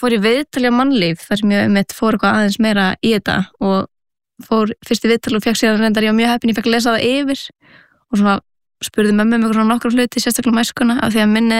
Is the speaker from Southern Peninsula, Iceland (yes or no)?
no; Reykjavík, Capital Region, Iceland; ég ólst upp eða fættist í Reykjavík og haf alltaf búið hér bjó fyrstu 7 ár æfuminar á Baldurskötunni neyri bæ og svona miðbæjar barn, mjög típist miðbæjar barn